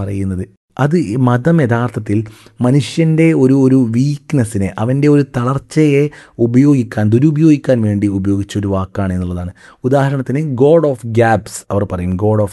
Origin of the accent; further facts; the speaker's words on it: Kerala, India; born there; നേപ്പാളി പ്രളയത്തിൽ പെടാതെ ഞാൻ കേരളത്തിൽ ജനിച്ചത് എന്തുകൊണ്ട്?